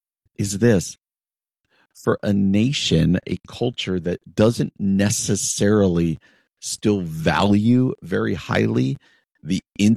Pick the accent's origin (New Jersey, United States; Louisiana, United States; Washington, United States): New Jersey, United States; in New Jersey, in my home state, my original home state, not where I am now, but where I grew up.